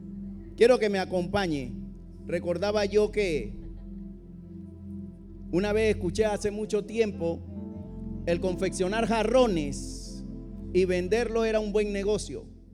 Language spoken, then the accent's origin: Spanish; Panama; hay riqueza en mi país.